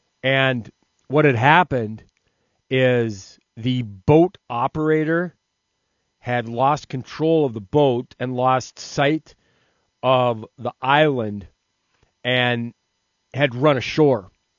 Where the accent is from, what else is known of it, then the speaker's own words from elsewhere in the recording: Williston, North Dakota, United States; I am a North Dakota native. I began my career, well, across the state. So I was born in Williston. I lived in Lemoore. I went to high school in Valley City.